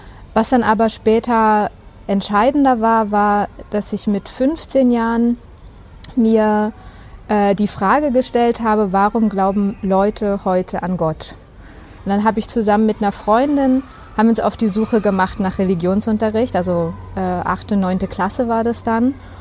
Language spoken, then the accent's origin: German; Fürstenwalde, Brandenburg, Germany; Also ich bin in Fürstenwalde aufgewachsen, nicht geboren, um genau zu sein, aber ich war mein ganzes Leben lang sozusagen in Fürstenwalde. Meine Familie ist nicht katholisch, sondern atheistisch, wie das auch eigentlich damals in Fürstenwalde normal war.